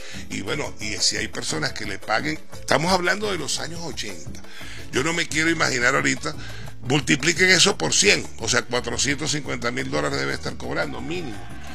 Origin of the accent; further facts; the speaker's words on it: Venezuela; moved away; yo como venezolano